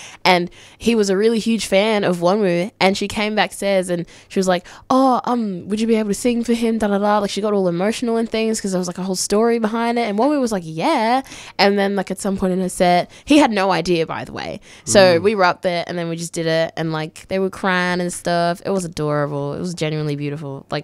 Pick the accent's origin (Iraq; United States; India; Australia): Australia; Shepparton, Victoria; moved away as an adult; also born or lived in Malawi; now in Melbourne, Australia; full-blooded. My mum and dad are both from the Mushi tribe. But, yeah, I pretty much had been in Shepparton, like, my whole life since I was a baby.